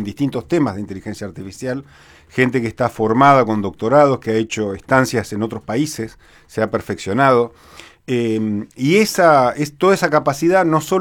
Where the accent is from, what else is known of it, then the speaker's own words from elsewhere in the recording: Bahía Blanca, Buenos Aires Province, Argentina; Yo nací en Bahía Blanca, estudié en esta ciudad también, hice la primaria en la Escuela 67, la secundaria en el DNED número 1 de calle Azara, y en la Universidad Nacional